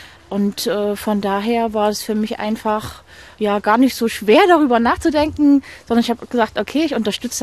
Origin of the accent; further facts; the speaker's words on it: Germany; die Goldene Aue. Das ist meine Heimat und die Helme durchfließt ja sozusagen die Goldene Aue und es ist eine ganz fantastische, einzigartige Landschaft